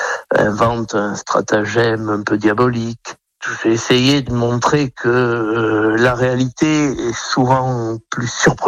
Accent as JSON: {"language": "French", "region": "Auvergne-Rhône-Alpes", "country": "France", "tie": "born there", "said": "comme celles qui se passe en Ardèche, où je reviens dans, pratiquement dans mon village natal pour enquêter sur une affaire d'explosifs"}